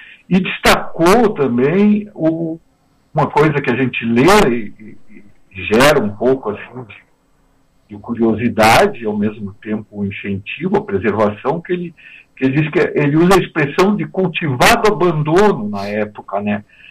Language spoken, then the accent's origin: Portuguese; Porto Alegre, Rio Grande do Sul, Brazil; moved away; Eu venho de Porto Alegre